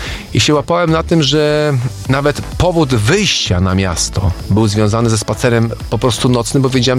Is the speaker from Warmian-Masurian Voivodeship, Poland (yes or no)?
no; Bydgoszcz, Kuyavian-Pomeranian Voivodeship, Poland; Jestem z Bydgoszczy, a przez to, że mieszkam w takim trakcie, że mogę sobie wracać bulwarem Brdy, rzeki bydgoskiej